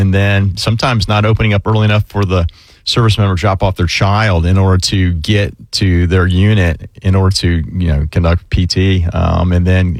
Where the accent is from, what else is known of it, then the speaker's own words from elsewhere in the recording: Orange Park, Florida, United States; I grew up in Orange Park. I moved here when I was three, and I went to Orange Park High